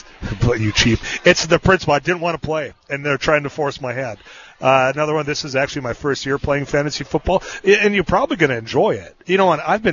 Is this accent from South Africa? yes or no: no; Leeds, Yorkshire and the Humber, United Kingdom; somebody from my hometown of Leeds who participates